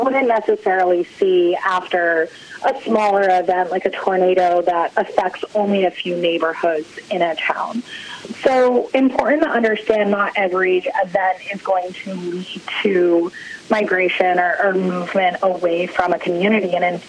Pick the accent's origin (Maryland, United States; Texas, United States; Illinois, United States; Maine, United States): Maine, United States; Yeah, so I grew up in Maine, so very far removed from Katrina and the levee failure down in New Orleans.